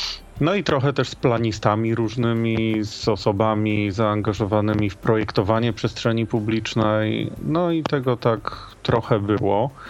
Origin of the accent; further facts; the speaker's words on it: Gliwice, Silesian Voivodeship, Poland; also born or lived in Warsaw; now in Kraków, Poland; Na co dzień mieszkam w Krakowie, choć często wybywam albo do rodzinnych Gliwic, albo do Warszawy, gdzie spędziłem 7 lat